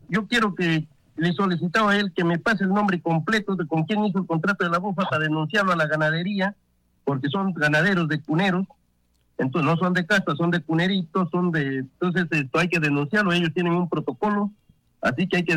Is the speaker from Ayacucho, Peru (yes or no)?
yes; Ayacucho, Peru; dentro de nuestra jurisdicción del sur de Ayacucho hay gente sumisa, hay gente tímida, pero yo soy un luchador social